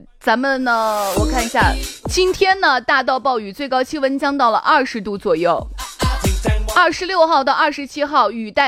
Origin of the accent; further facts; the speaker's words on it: Shaanxi, China; 河堤我老家啊